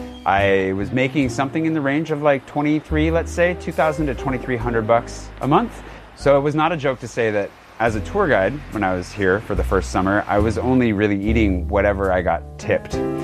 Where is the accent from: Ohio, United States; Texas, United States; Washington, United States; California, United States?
Washington, United States; Pullman; now in Paris, France; I grew up in Pullman, Washington, a university town in eastern Washington, so close to Idaho that you could hit it with a potato.